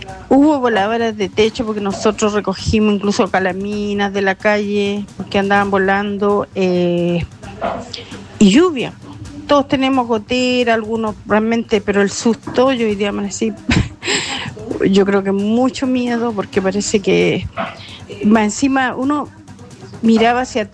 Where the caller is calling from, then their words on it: Chile; llamo de Los Verdes.